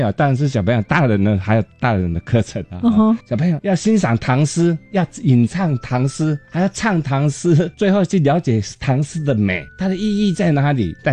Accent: Eastern Taiwan, Taiwan; moved away as an adult; 我小时候就在那边长大的

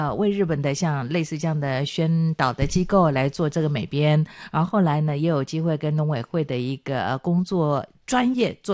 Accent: Chiayi County, Taiwan; now in Minxiong, Taiwan; 因为我是嘉义人，我住民雄哦，

